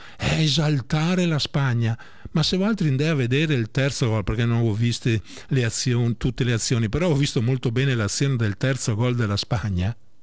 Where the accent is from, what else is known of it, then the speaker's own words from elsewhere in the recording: Sant'Angelo di Piove di Sacco, Veneto, Italy; born there; pure il mio paese natale, patrono San Michele Arcangelo, Sant'Angelo, Sant'Angelo di Piove di Sacco